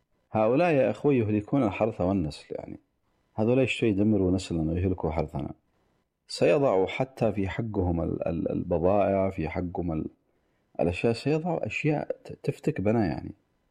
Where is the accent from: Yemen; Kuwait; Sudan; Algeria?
Yemen; عندنا في اليمن محاصرين